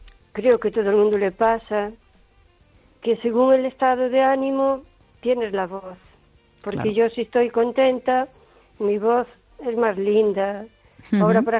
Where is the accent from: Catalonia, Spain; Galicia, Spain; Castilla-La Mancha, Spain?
Galicia, Spain; O Carballiño